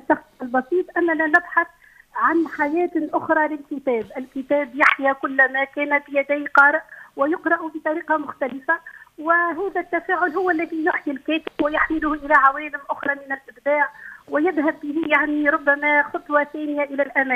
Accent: Tunisia; وهذا من حقنا كتونسيين أن نكون في صدارة المشهد،

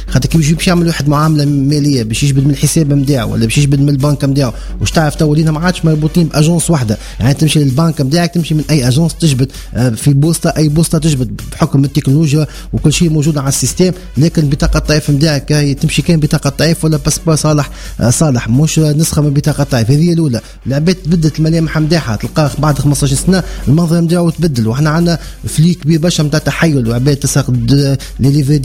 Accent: Tunisia; عندنا في تونس

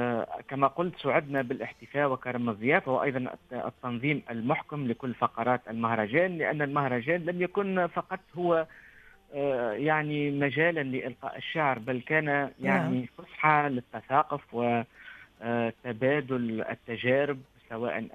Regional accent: Tunisia; في الحقيقة نحن من تونس

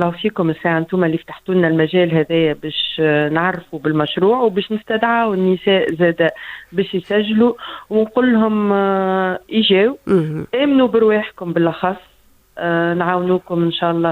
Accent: Tunisia; accent: Tunisian; كما نحن نقولوا بالدارجة متاعنا في تونس

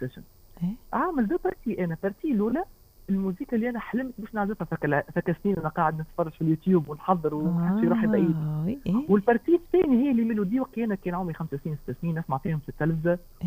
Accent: Tunisia; انا من تونس

